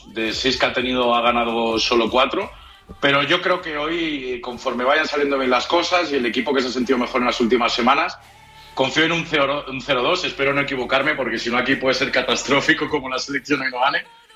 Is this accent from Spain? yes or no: yes; Spain; moved away as an adult; now in Colombia; yo que crecí toda mi vida en España